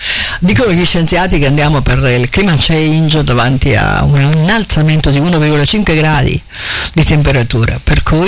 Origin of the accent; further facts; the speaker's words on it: Pollenza, Marche, Italy; il nostro paese, il mio paese Pollenza